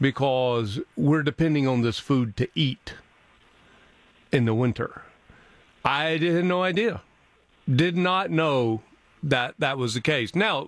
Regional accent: Alabama, United States; So for me, growing up in South Alabama, we say L.A., which is lower Alabama

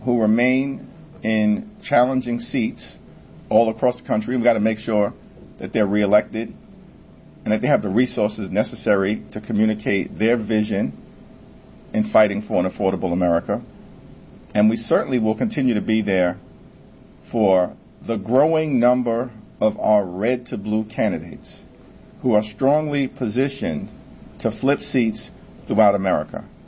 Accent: New York City, New York, United States; Well, I'm a New Yorker second, but a Brooklynite first. And I think the good thing, the amazing thing about being from Brooklyn is that it is one of the most diverse places in the world.

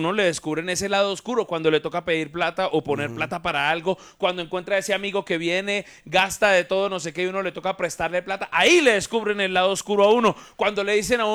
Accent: Colombia

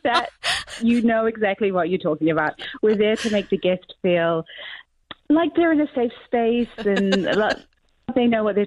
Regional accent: New Zealand; accent: New Zealand; Now I'm trying to say it in my New Zealand accent and I can't.

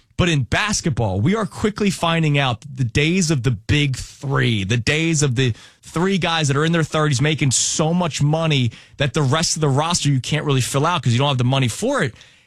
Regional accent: Philadelphia, Pennsylvania, United States; as a Philadelphian

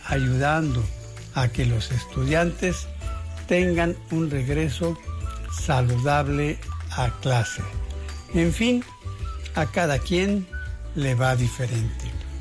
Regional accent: Guadalajara, Jalisco, Mexico; Aunque por esos entonces, Guadalajara, mi ciudad natal, ya tenía 1 millón de habitantes.

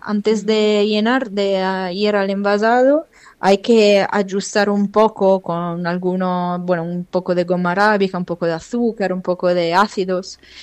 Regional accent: Turin, Piedmont, Italy; Torino, bueno, el centro.

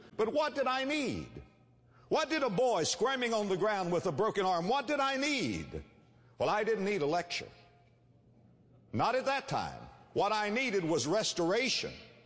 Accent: West Palm Beach, Florida, United States; I was raised in West Palm Beach, Florida. One of the things that we love to do in the wintertime, my brother and I, was to collect coconuts and sell them to the Yankees.

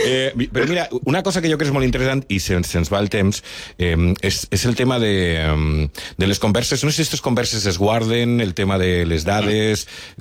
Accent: Manises, Valencian Community, Spain; Sí, els noms, i sobretot quins noms són els de Manises, perquè jo sóc de Manises.

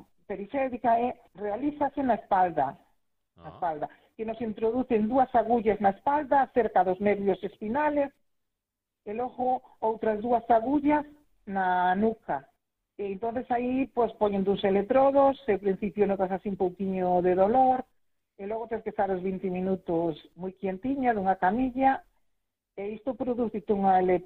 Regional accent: A Guarda, Galicia, Spain; Eu, por exemplo, son da Guardia, e desplazarte a Santiago, isto leva un custo

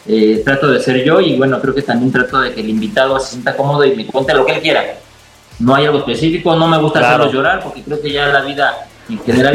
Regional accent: Mexico; creo que como aficionado, como mexicano, lo que quiero y lo que mi sueño es, si algún día me muero, ver campeón del mundo a México.

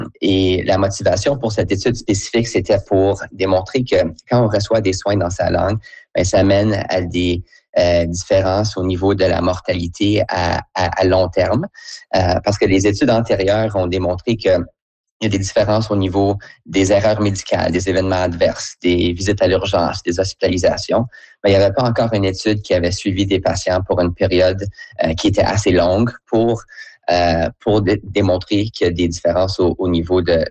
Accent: Ottawa, Ontario, Canada; now in Winnipeg, Canada; Moi, j'ai grandi à Ottawa dans un environnement bilingue. J'ai fait la plupart de mes études en français.

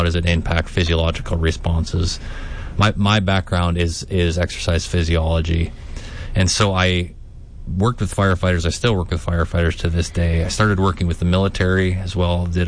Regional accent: Canada; moved away as an adult; now in United States; No, I'm originally from Canada, and so I originally came here in 2012 to do a training camp because I was on the Canadian national weightlifting team.

